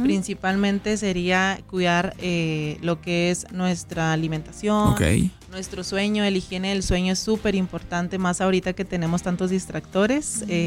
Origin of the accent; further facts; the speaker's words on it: Camargo, Mexico; Porque viajé, uh-huh, soy originaria de Camargo, entonces, okay, vengo de allá, vengo de carretera.